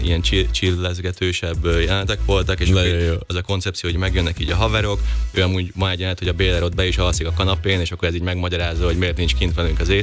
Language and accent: Hungarian; Győr-Moson-Sopron, Hungary; egy helyről származunk, szóval ő is Sopron környéki